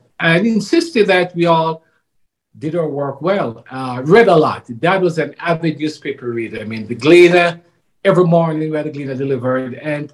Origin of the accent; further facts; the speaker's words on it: Kingston, Jamaica; moved away; also born or lived in St. Mary, Jamaica; I was born in Jamaica. You must have picked up on the accent, but I grew up in Jamaica.